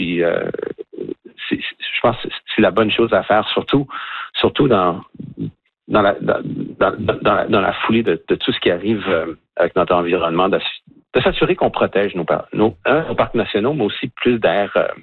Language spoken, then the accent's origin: French; Canada; Oui, puis en fait, puisqu'on est Canadien, ça nous appartient, donc je pense que la logique est très claire.